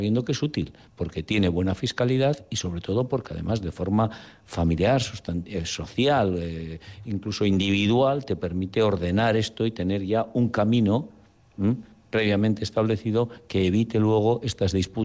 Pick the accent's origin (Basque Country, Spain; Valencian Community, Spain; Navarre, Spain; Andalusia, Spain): Basque Country, Spain